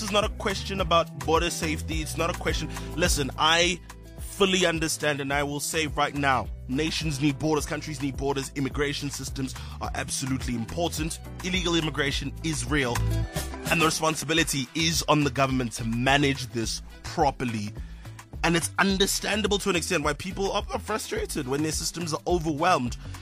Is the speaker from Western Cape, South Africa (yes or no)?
no; Pretoria, Gauteng, South Africa; I grew up in Sunnyside with many foreign nationals around me, a lot of them as close to me as family.